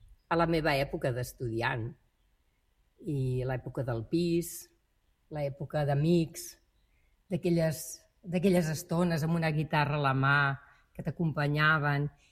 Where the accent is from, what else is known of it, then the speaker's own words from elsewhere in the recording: Vinyols i els Arcs, Catalonia, Spain; born there; vaig néixer a Vinyols i els Arcs, que és al Baix Camp, a prop de Cambrils, Reus, i em van portar a Tàrrega